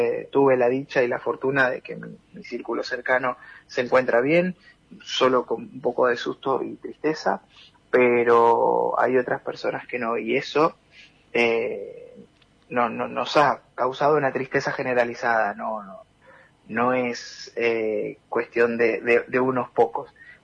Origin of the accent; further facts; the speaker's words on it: Venezuela; now in Comodoro Rivadavia, Argentina; me tomo el atrevimiento de hablar por los venezolanos en general que habitamos acá en Comodoro